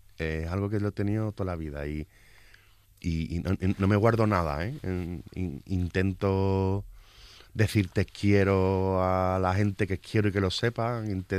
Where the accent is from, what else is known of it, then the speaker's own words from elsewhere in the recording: Cádiz, Andalusia, Spain; tuvimos la suerte hace muchos años de, como gaditano, disfrazarla de cosas